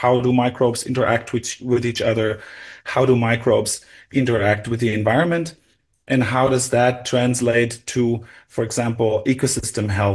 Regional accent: Germany; moved away; Yeah, so I grew up in Germany and did my undergrad work in nanobiotechnology.

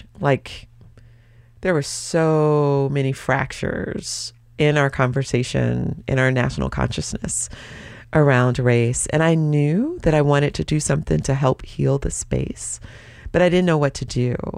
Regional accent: Atlanta, Georgia, United States; Jared, I am from Atlanta, Georgia. I didn't know anything about the ocean.

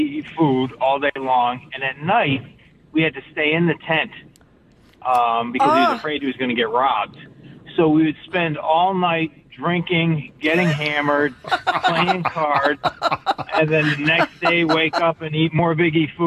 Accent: Massachusetts, United States; now in Westford, United States; I grew up out in Western Mass, and back in the late 80s, 90s, my brother had a ski shop, a couple ski shops out there

